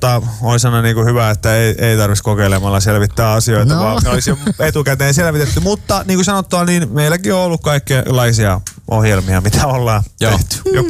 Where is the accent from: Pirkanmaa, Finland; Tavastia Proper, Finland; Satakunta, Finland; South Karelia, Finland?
Satakunta, Finland; Pori; moved away; olemme satakuntalaiset